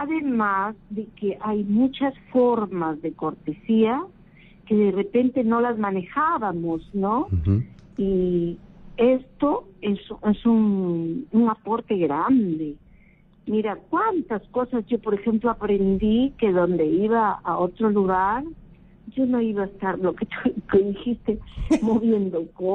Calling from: Chepén, La Libertad, Peru; Estoy llamando de Chepén.

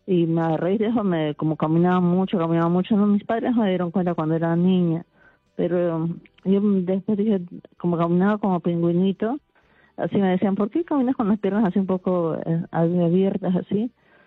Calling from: Lima, Peru; Yo vivo en Trujillo, vivo acá en Lima.

